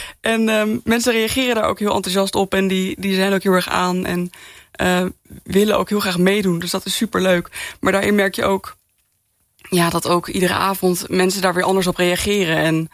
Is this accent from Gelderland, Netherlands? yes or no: yes; Arnhem, Gelderland, Netherlands; Ik kom zelf uit Arnhem.